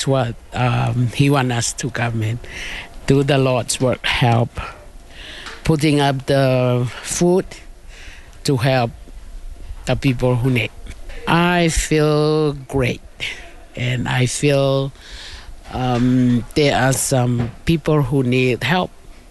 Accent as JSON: {"language": "English", "town": "Lehigh", "country": "United States", "said": "I'm from Lehigh."}